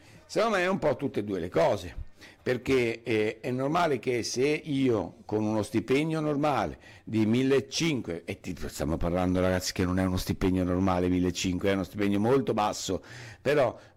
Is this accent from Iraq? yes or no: no; Australia; non mi puoi prendere tutto quello solo perché sono australiano, perché questa è la mentalità che ho trovato in giro e c'è. Ma sì, sono straniero, ma che ce ne fu?